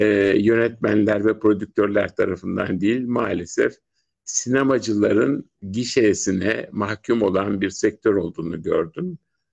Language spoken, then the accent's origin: Turkish; Karşıyaka, İzmir, Turkey; Şöyle ben Karşıyaka'lıyım.